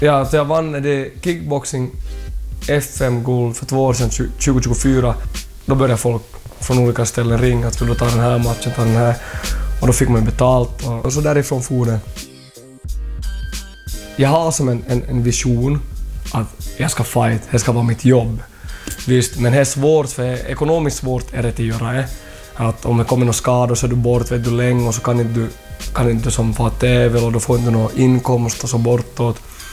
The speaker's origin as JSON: {"language": "Swedish", "town": "Jakobstad", "region": "Ostrobothnia", "country": "Finland", "tie": "born or raised there", "said": "Min uppväxt i Jakobstad, rörig."}